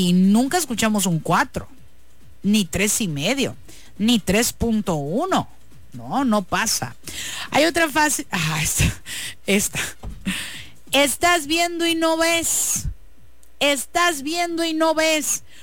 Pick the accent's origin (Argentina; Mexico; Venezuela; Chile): Mexico; Y bueno, chicos, como buenos mexicanos, ¿por dónde empezamos, producción?